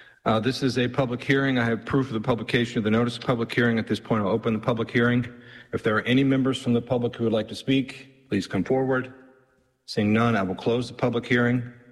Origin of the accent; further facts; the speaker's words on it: Advance, Indiana, United States; I grew up in Advance, went to church in Jamestown, went to school at Western Boone.